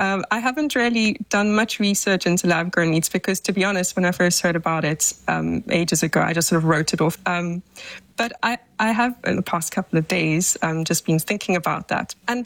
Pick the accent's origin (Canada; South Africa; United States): South Africa; Port Elizabeth, Eastern Cape; now in London, United Kingdom; and I work in London, and I'm originally from South Africa, a small city called Port Elizabeth.